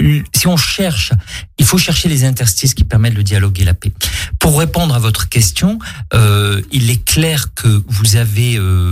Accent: France; je suis français aussi.

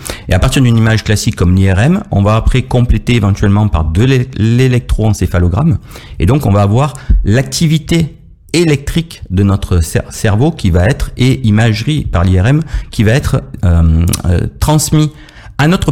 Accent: Marseille, Provence-Alpes-Côte d'Azur, France; Je suis vraiment un local hein, de l'étape. Je suis né à Marseille.

